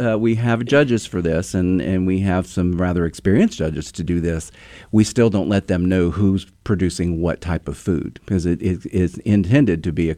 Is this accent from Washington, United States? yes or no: no; Baton Rouge, Louisiana, United States; now in Asheville, United States; Outside of Baton Rouge, Louisiana. So the Cajun food is something of which I'm really familiar.